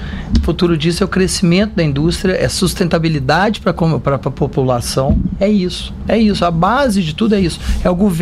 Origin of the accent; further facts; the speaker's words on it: Brazil; Somos brasileiros.